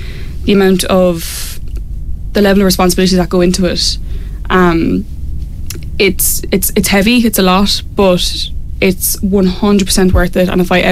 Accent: Cork, Munster, Ireland; moved away as an adult; now in Wicklow, Ireland; I'm originally from Cork

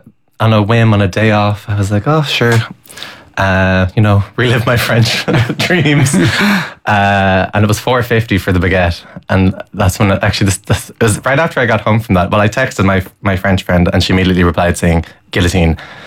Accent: Ireland

